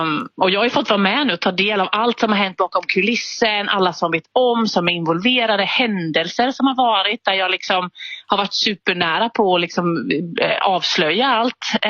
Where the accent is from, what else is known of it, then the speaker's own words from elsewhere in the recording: Småland, Sweden; Ja, men han är från Dalarna och jag är från Småland.